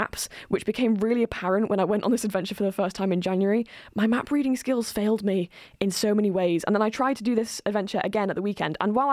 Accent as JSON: {"language": "English", "town": "Sheffield", "region": "Yorkshire and the Humber", "country": "United Kingdom", "said": "I personally say genel. I'm from Sheffield and I say genel."}